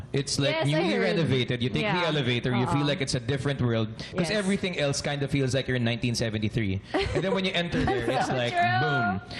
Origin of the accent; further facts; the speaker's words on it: Philippines; Of course, I'm Filipino.